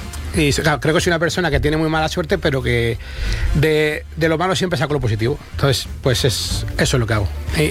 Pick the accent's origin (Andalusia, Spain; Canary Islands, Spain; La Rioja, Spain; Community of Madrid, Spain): Community of Madrid, Spain; Aranjuez; accent: Toledo; O sea, tenemos el acento más de Toledo que de Madrid.